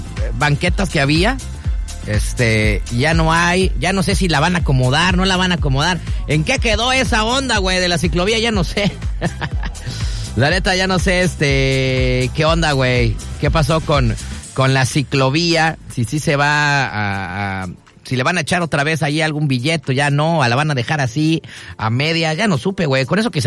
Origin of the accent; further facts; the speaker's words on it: Mexico; se nos olvidan como buenos mexicanos